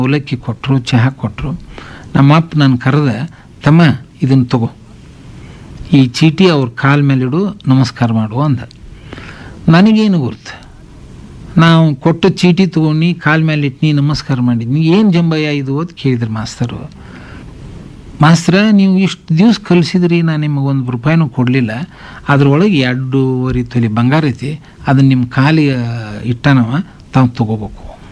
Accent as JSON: {"language": "Kannada", "region": "Karnataka", "country": "India", "tie": "born or raised there", "said": "ನಮಗೆ ನಮ್ಮ ಊರು ಬನ ಟಿ ಸಣ್ಣದ"}